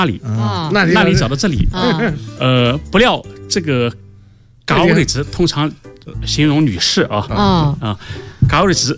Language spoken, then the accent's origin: Chinese; Nanjing, Jiangsu, China; accent: Gaochun dialect; 我是南京的后花园高淳的，高淳是个神奇的地方